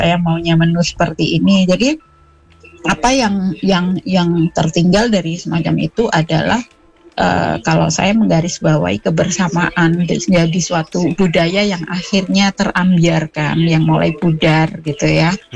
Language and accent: Indonesian; Malang, East Java, Indonesia; Saya nggak pernah diakuin kalau orang Malang. Kalau di sini mereka nggak percaya kalau saya itu orang Malang, katanya logatnya udah hilang gitu.